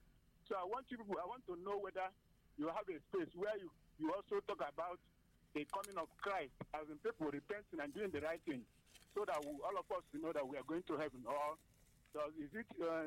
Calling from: Enugu, Enugu State, Nigeria; I'm calling from Enugu.

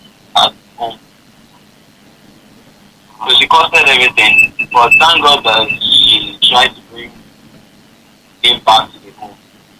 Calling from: Ibadan, Oyo, Nigeria; from Jericho.

